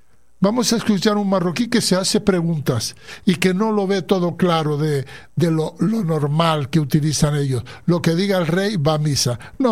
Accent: Western Sahara

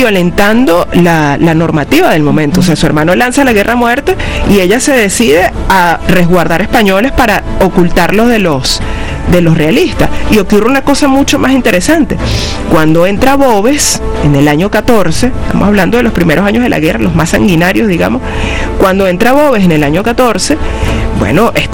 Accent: Venezuela; moved away; Mira, yo me fui de Venezuela, pero no porque soy patriota. Me fui de Venezuela

